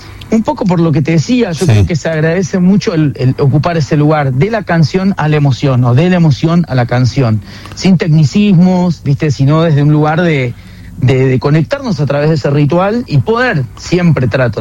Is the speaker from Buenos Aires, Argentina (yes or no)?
yes; Buenos Aires, Argentina; la influencia de que también, como porteños, hay que decir que tomamos de los folclores, ¿no?